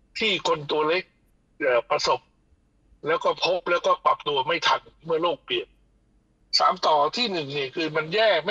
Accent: Phuket, Thailand; ภูเก็ตเนี่ยผมเป็นบ้านเกิดผมนะ

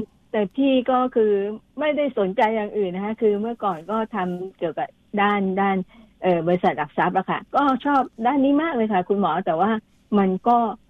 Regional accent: Bangkok, Thailand; born there; 8โมงค่ะที่กรุงเทพค่ะ

